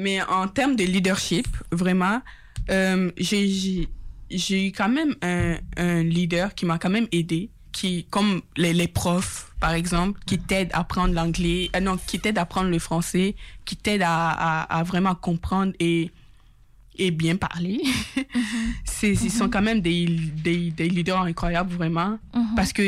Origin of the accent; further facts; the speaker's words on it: Ontario, Canada; French is a second language; now in Quebec City, Canada; je suis quand même issue de l'immigration ici à Québec, je viens de l'Ontario.